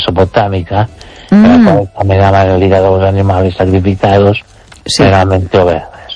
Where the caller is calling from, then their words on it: Ourense, Galicia, Spain; desde Orense.